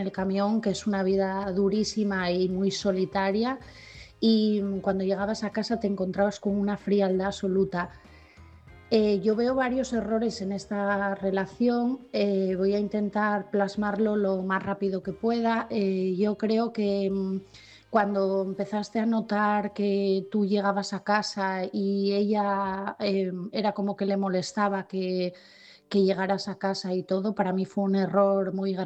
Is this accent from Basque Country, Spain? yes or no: no; Asturias, Spain